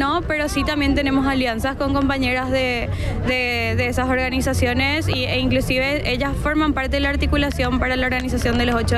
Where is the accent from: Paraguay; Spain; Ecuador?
Paraguay; soy de Paraguay